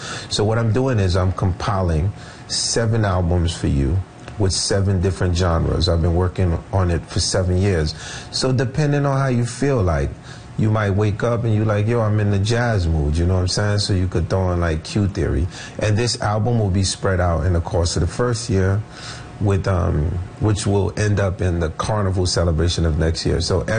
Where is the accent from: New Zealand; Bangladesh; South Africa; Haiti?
Haiti; also born or lived in Brooklyn, United States; now in United States; Like, I came from Haiti. We moved to Brooklyn. We lived in like Marlboro Projects in Coney Island.